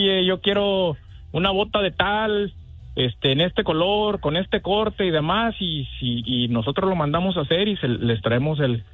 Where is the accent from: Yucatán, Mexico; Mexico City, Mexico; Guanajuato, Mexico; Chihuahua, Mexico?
Guanajuato, Mexico; Dolores Hidalgo; Comenzamos con que yo soy originario de Dolores Hidalgo, Guanajuato.